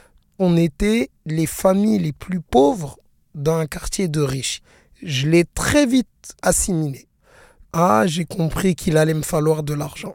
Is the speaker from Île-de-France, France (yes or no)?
yes; Paris, Île-de-France, France; je suis né le 19 avril 1989 à Paris 15e. … … qui, dans l'argot ivoirien, signifie de France. J'ai grandi sur Paris.